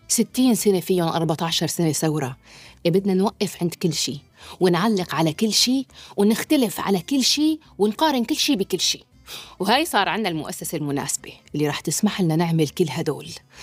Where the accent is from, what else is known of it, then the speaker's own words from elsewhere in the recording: Syria; المهم بالنسبة لنا كسوريين